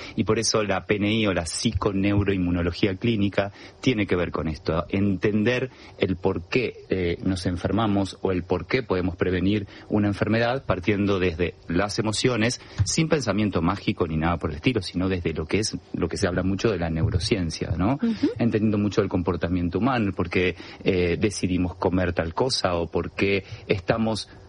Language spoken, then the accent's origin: Spanish; Argentina; Para mí, como argentino, estar en un programa de radio de España, de Madrid, que quiero tanto, para mí es un privilegio